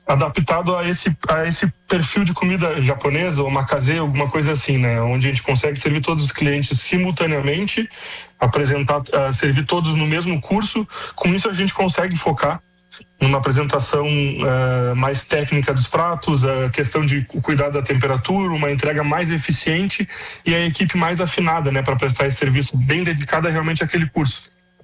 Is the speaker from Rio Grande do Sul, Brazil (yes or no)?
yes; Rio Grande, Rio Grande do Sul, Brazil; moved away; eu sou de Rio Grande aí com muito orgulho.